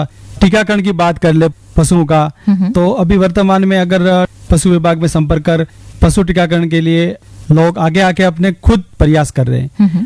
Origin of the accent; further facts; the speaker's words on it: Sundrav, Anandpuri, Banswara district, Rajasthan, India; ग्राम पंचायत सुंदराव, आनंदपुरी, बांसवाड़ा जिले का रहने वाला हूँ।